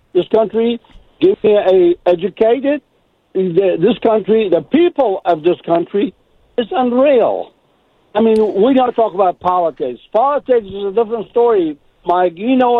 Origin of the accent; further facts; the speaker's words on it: Kurdistan Region, Iraq; English is a second language; I am a Kurdish. I came from Middle East, and I fought Saddam in 1973 till 1975 in the mountain.